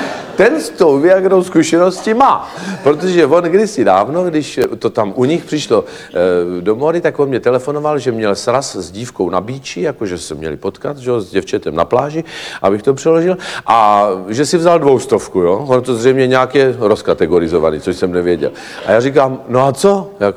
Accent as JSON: {"language": "Czech", "town": "Třebíč", "region": "Vysočina Region", "country": "Czechia", "tie": "born or raised there", "said": "Například v mém rodném městě, v Třebíči, tam se stál trapas"}